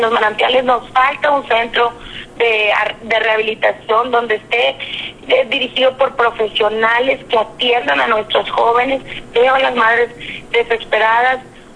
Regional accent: Coahuila, Mexico; somos los coahuilenses, somos los habitantes del Distrito 3

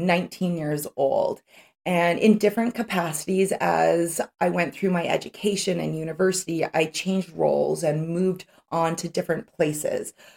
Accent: North Vancouver, British Columbia, Canada; So I grew up in North Vancouver and my childhood was very chaotic.

